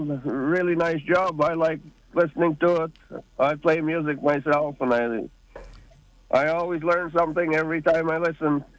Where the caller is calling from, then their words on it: Selkirk, Manitoba, Canada; I'm from Selkirk.